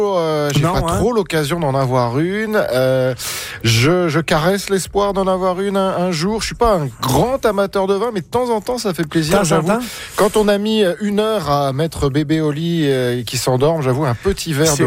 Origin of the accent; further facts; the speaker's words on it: France; On dit chez moi en France